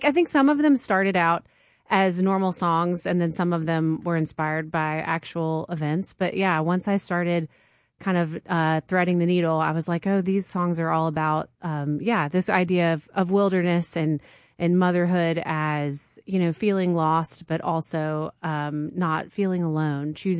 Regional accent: Mississippi, United States; moved away as an adult; also born or lived in Nashville / London; now in Chattanooga, United States; So I grew up in South Mississippi

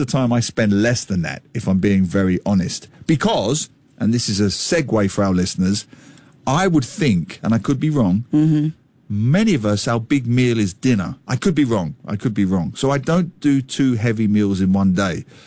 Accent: Singapore; But I am so Singaporean when it comes to set lunches.

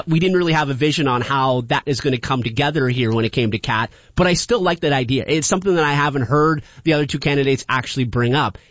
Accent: Sudbury, Ontario, Canada; I grew up in Sudbury, a lot of co-ops out there.

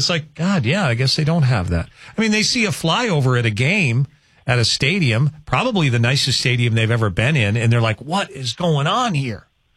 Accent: Rugby, North Dakota, United States; moved away; I am from Rugby Town.

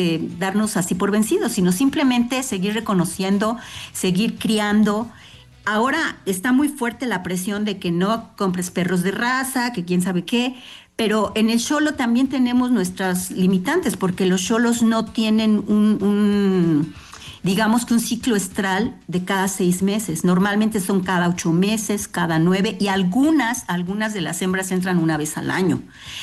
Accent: Mexico; al país y a nosotros como mexicanos

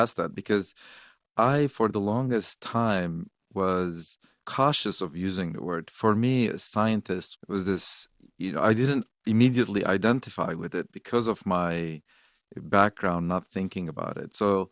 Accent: Lebanon; moved away; I'm an immigrant from Lebanon of Armenian origin

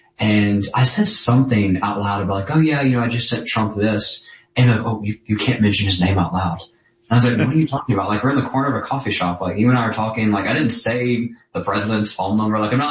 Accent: Alabama, United States; my home state of Alabama.

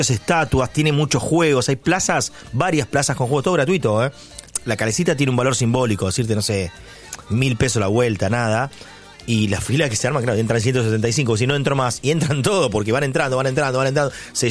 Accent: Buenos Aires Province, Argentina; Yo soy bonaerense, no me identifico con porteño y la verdad que me agobia un poco la ciudad.

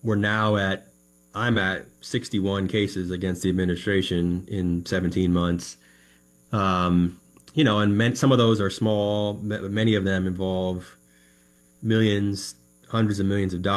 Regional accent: Washington, United States; also born or lived in California; I grew up in Washington. I was born in California, but moved up here when I was a kid.

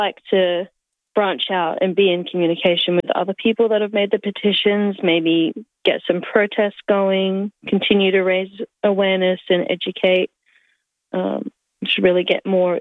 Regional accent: Port Augusta, South Australia, Australia; now in Adelaide, Australia; Yes, I'm from Port Augusta, and I'm pretty much always there anyway, visiting the family.

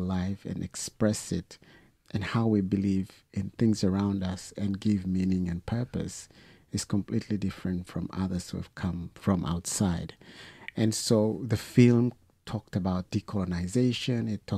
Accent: East Sepik, Papua New Guinea; now in Brisbane, Australia; I'm from the Nungusume clan of the Sepik River Yatmul culture and language.

